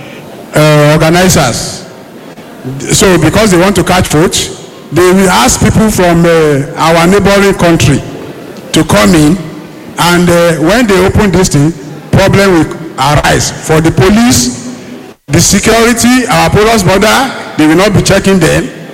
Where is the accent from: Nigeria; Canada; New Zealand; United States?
Nigeria; Ibadan, Oyo; I come from Olodo Ibadan here to attend this lecture.